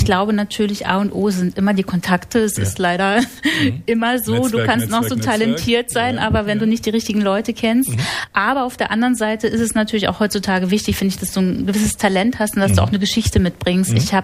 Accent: Spremberg, Brandenburg, Germany; Also einmal kann man mich in meiner alten Heimat hören, verbunden mit einem Fantreffen am 10. August in Spremberg.

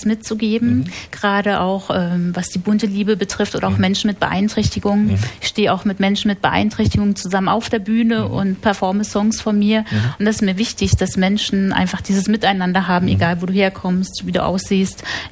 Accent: Spremberg, Brandenburg, Germany; Also einmal kann man mich in meiner alten Heimat hören, verbunden mit einem Fantreffen am 10. August in Spremberg.

